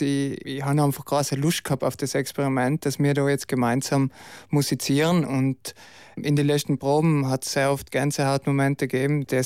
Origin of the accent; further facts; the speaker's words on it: Brixen, Trentino-Alto Adige, Italy; Ich bin in Brixen aufgewachsen und die Brixener Bürgerkapelle war ein großer Teil in meinem Leben.